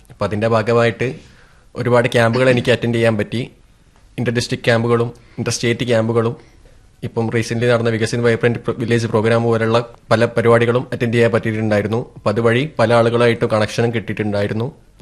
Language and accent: Malayalam; Kozhikode, Kerala, India; ഞാൻ കോഴിക്കോട് തടമ്പാട്ടുതാഴം സ്വദേശിയാണ്.